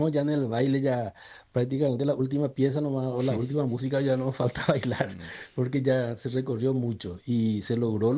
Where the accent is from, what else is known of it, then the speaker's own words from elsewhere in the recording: Paraguay; Yo, como ustedes saben, nosotros somos obreros de Paraguay fuera del país y a disposición total de ustedes y a través de ustedes de la audiencia de nuestro país.